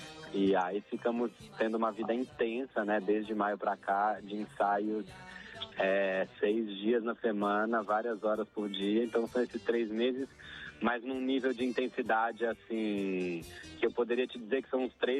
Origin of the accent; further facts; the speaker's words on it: Belo Horizonte, Minas Gerais, Brazil; Eu sou mineiro, sou de Belo Horizonte.